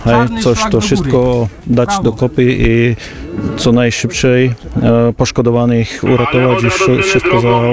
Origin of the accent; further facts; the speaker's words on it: Prešov Region, Slovakia; Polish is a second language; My jesteśmy ze Słowacji